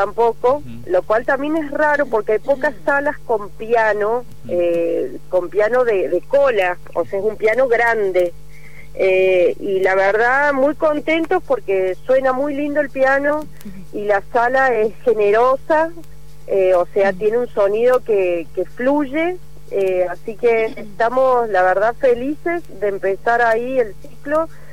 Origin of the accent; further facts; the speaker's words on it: Córdoba, Argentina; moved away as an adult; also born or lived in Brazil; now in Mendoza, Argentina; Yo soy de Córdoba